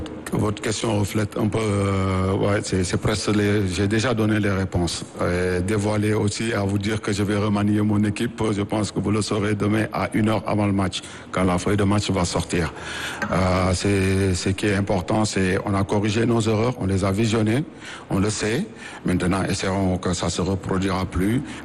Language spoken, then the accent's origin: French; Senegal; Je pense que nous, en tant que Sénégalais, le patriotisme est au-dessus de tout.